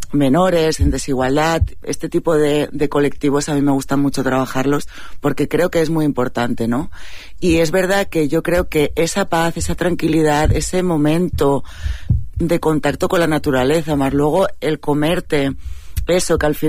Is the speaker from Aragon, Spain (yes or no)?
no; La Palma, Canary Islands, Spain; Yo recuerdo de pequeña, cuando yo me crié aquí en La Palma, aunque me escuchen de fuera, yo vine aquí con 8 años